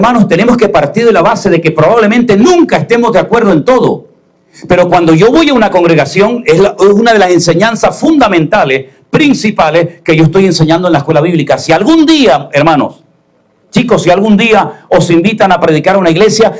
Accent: Canary Islands, Spain; soy canario y vivo rodeado de agua

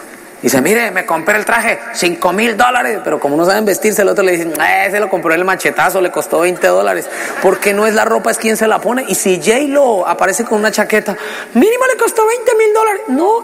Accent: Colombia; now in United States; antes de ser colombiano, americano, qué sé yo, soy ciudadano del reino de los cielos, porque he nacido de nuevo, porque tengo a Cristo en mi corazón.

